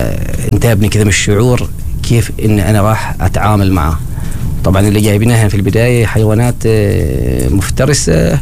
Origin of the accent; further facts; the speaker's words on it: Bahla, Ad Dakhiliyah, Oman; القاطنين على هذا البلد يتعامل مع الحيوانات سواء من خلال مزارعهم وغيره، فإحنا ترعرعنا في بيئة مليئة بالحيوانات وجو المزارع، وبدأت النشأة مع الحيوانات المستأنسة تتربى في المنازل والمزارع.